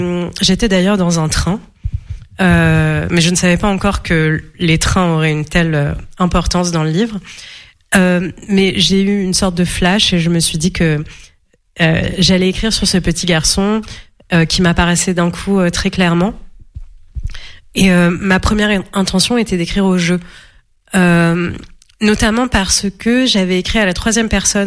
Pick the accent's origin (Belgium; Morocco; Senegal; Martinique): Morocco; now in France; quant au Maroc, effectivement, j'habite en France maintenant. Je retourne au Maroc très régulièrement, puisque toute ma famille vit au Maroc, mes parents, enfin, toute ma famille proche.